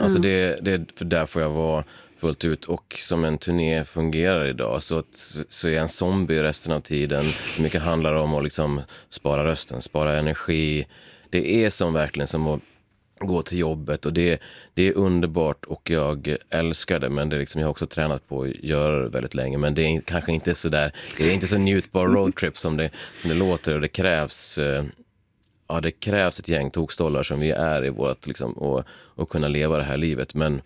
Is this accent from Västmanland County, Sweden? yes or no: no; Leksand, Dalarna County, Sweden; also born or lived in Gagnef; växte upp i Leksand och i Gagne